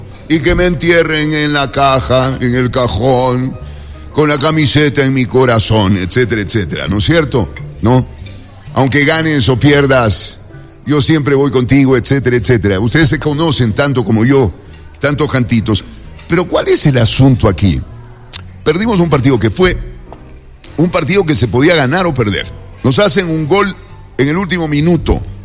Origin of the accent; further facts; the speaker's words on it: Ecuador; born there; al coincidir mi nacimiento en estas latitudes con esta maravillosa generación de futbolistas, por supuesto que quiero que gane Ecuador